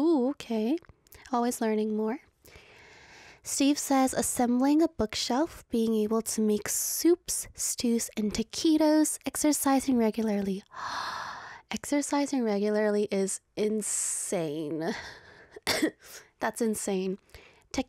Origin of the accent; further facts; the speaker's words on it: South Korea; And I was like, oh, like, I'm from Korea. And so he said, Korean singer? So I said, yeah.